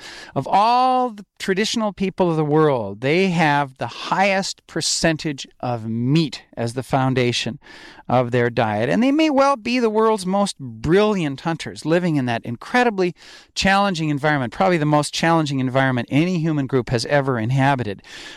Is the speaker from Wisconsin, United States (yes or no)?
yes; Wisconsin, United States; although I grew up in Wisconsin in hunting country.